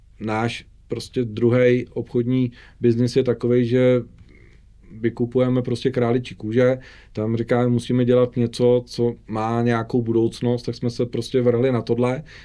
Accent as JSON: {"language": "Czech", "region": "Central Bohemian Region", "country": "Czechia", "tie": "born or raised there", "said": "Ano, přesně tak, prostě já jsem asi čtvrtá generace, která v té vesnici už jako žije, už tam byl táty, děda, praděda"}